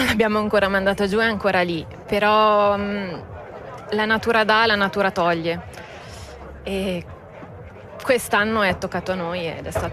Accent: Olivone, Ticino, Switzerland; No, non sono nata da una famiglia contadina, sono comunque nata e cresciuta ad Olivone, quindi fa comunque parte del paese

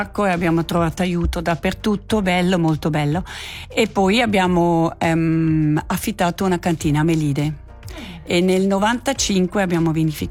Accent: Zurich, Switzerland; born or raised there

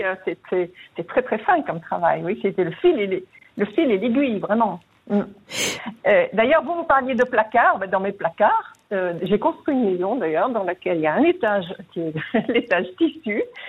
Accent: France; now in Switzerland; je suis française d'origine

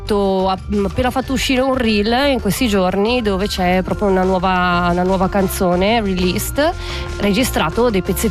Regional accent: Ticino, Switzerland

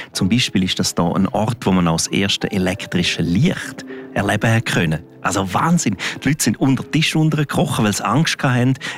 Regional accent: Graubünden, Switzerland; Ich bin in einem Hotel aufgewachsen am Julia Pass, Pferdewechselstation

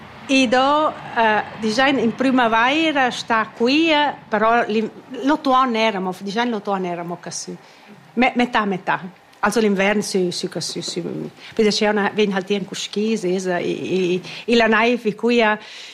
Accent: Müstair, Graubünden, Switzerland; sono io ora sono da Mistair e non da nulla altro.

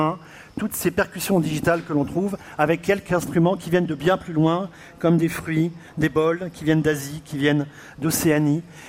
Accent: France; de l'autre côté de la frontière, chez nous, en France, il serait bon de retrouver un peu de calme

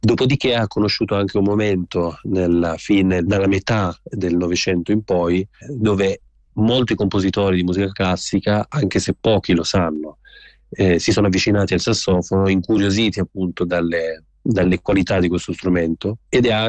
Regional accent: Portoferraio, Tuscany, Italy; moved away as an adult; also born or lived in Livorno; now in Düsseldorf, Germany; Avevo circa 8 anni quando, grazie a mia madre, mi iscrissi alla banda del mio paese, Portoferraio, sull'Isola d'Elba

